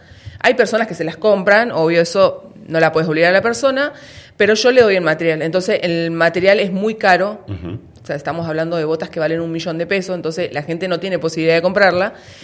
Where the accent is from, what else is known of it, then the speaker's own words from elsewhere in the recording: Neuquén, Argentina; now in Plottier, Argentina; soy de Neuquén, estoy viviendo en Plotier